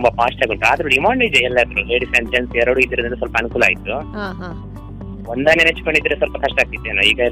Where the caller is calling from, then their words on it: Kashipatna, Karnataka, India; Belthangady, ಕಾಶಿಪಟ್ಟಣದಿಂದ.